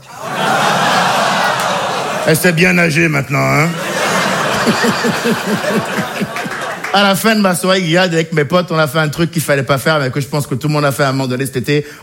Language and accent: French; Benin; born or raised there